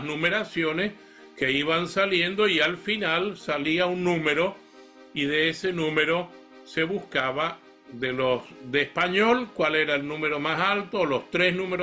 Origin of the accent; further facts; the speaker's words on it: Mendoza, Argentina; Hace muchos años, en Argentina, de donde yo soy, en Mendoza, un amigo muy conservador me mostró un video